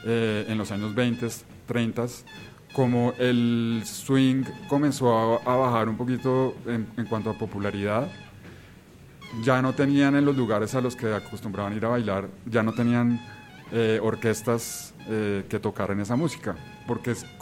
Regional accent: Bogotá, Colombia; yo soy bogotano, sí.

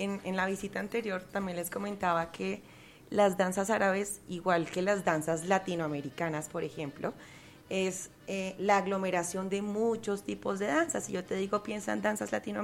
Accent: Colombia; moved away as an adult; now in Egypt; cuando yo en este momento vivo en Egipto, y cuando voy a Egipto me dicen, pero ¿qué hace una colombiana bailando danza árabe?

